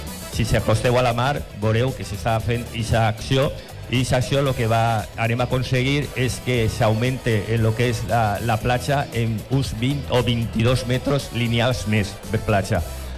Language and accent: Catalan; El Perelló, Catalonia, Spain; i a on vas, quan dius, d'on eres, del Perelló?